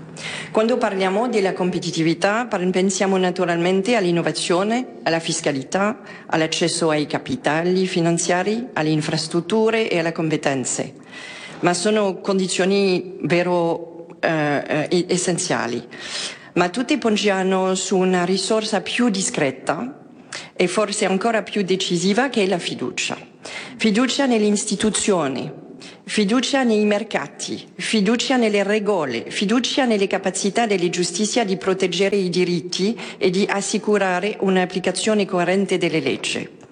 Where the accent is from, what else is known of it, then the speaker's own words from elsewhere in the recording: France; vengo di Francia